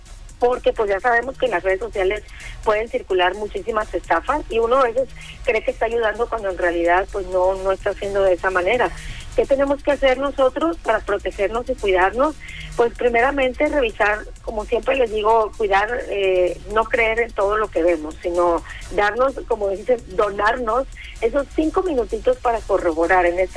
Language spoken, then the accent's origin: Spanish; Mexico; Es nuestra naturaleza como mexicanos siempre tratar de ayudar al hermano